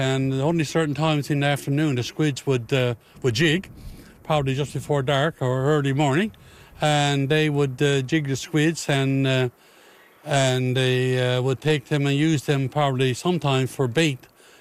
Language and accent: English; Change Islands, Newfoundland and Labrador, Canada; I live down on the east side, down in a harbour called Moorish Harbour.